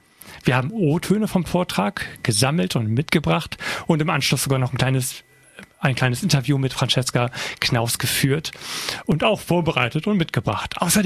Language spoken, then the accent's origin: German; Frisia, Germany; In erster Linie natürlich als Friese, aber danach alles andere.